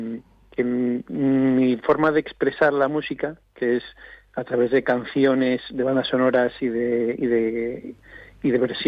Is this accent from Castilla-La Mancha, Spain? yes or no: no; Asturias, Spain; porque yo soy de Asturias y sería impensable hacer esto aquí.